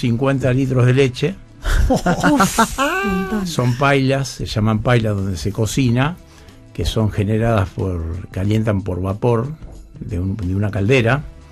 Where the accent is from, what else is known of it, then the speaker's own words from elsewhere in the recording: Villa Flandria, Buenos Aires Province, Argentina; moved away; nosotros venimos de un pueblito de Villa Flandria, que en la época nuestra, viste, no salíamos de 10 cuadras a la redonda.